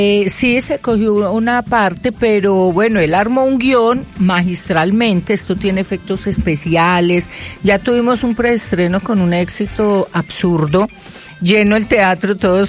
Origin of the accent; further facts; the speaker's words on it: Sevilla, Valle del Cauca, Colombia; De Sevilla Valle, yo soy de pueblo, pueblo.